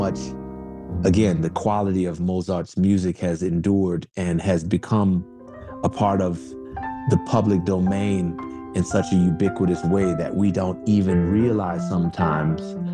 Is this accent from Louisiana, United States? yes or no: yes; Kenner, Louisiana, United States; You know, I'm a kid from Kenner, Louisiana, who grew up in a musical family and a musical environment. And then I went to Juilliard.